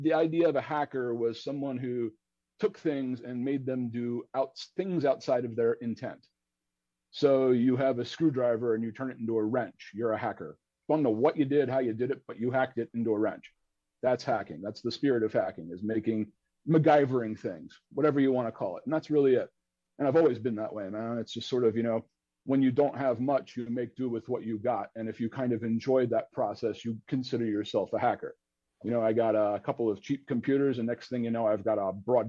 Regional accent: United States; moved away as an adult; also born or lived in Sweden; now in Berlin, Germany; I'm an American originally, but I left the States, 15, 16 years ago after doing a couple of startups. I married a Swedish woman, wound up raising a kid in Sweden, and now that the kid's grown, I'm living in Berlin

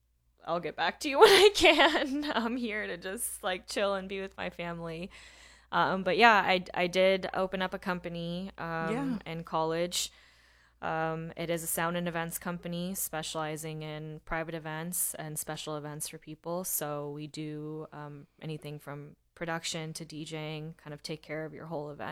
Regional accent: Round Rock, Texas, United States; I grew up in Round Rock and mm-hmm. went to school out there. There weren't many people that looked like me.

